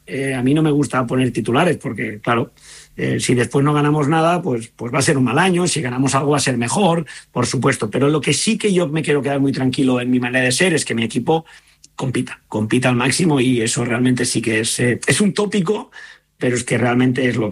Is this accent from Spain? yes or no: yes; Spain; pues Fernando es español, yo soy entrenador español, en el staff hay mucha gente español